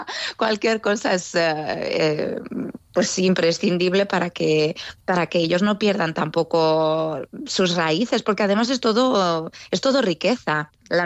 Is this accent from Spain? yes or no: yes; Zaragoza, Aragon, Spain; now in Croatia; a veces los grupos cuando se enteran que soy de Zaragoza me cantan alguna jota